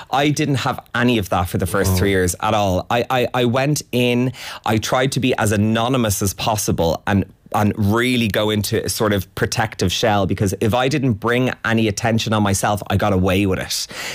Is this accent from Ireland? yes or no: yes; Dublin, Leinster, Ireland; So I'm from Churchtown, and our local shopping centre is Nutgrove.